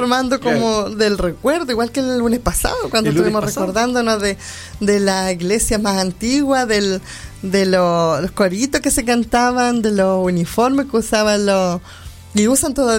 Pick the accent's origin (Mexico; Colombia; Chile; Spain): Chile; nosotros somos porfiados los chilenos